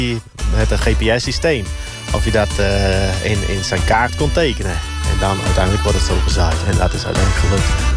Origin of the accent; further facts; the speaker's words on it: Friesland, Netherlands; moved away; Ik kende het al vanuit Friesland, waar ik vandaan kom.